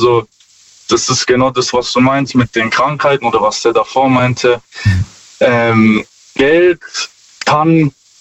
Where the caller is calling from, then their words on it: Stuttgart, Baden-Württemberg, Germany; Ja, hi. Stuttgart.